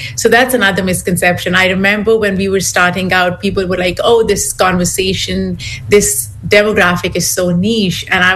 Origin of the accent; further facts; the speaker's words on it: Pakistan; moved away as an adult; now in United States; I grew up in Pakistan. I came to the US in early 20s.